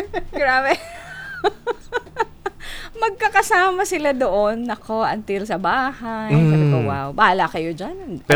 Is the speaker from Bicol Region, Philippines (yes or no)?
yes; Tiwi, Bicol Region, Philippines; we're from Tiwi.